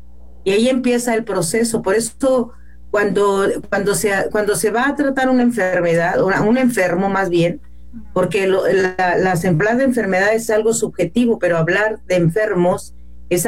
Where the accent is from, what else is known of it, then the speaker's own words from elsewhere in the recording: Mexico; nuestra nación de México